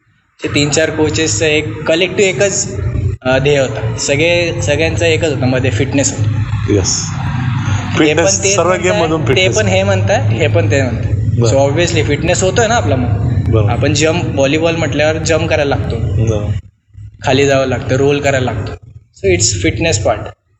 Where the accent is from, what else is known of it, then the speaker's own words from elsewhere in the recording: Sherpur, Maharashtra, India; Maharashtra premier league sir जेव्हा मी लहान होतो ना तेव्हा आधी व्हायची, तर त्या ज्या मॅचेस होत्या त्या आमच्या गाव शेरपूरला झाल्या होत्या.